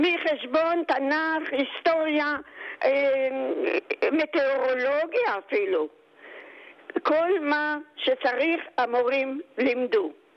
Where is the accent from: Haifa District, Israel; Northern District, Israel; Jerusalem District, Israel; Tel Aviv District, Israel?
Northern District, Israel; Kfar Yehezkel; born there; אני נולדתי על הגבעה בכפר יחזקאל, שלא היה כלום, היו רק אוהלים, ואני נולדתי באוהל, כי לא היה בית חולים.